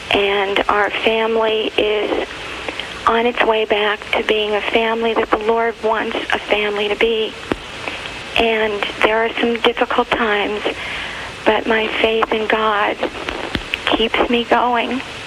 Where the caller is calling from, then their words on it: Pennsylvania, United States; I'm from Pennsylvania.